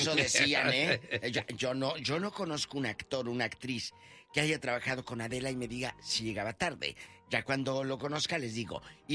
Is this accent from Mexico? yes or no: yes; Matamoros, Tamaulipas, Mexico; moved away; a mi tierra en Matamoros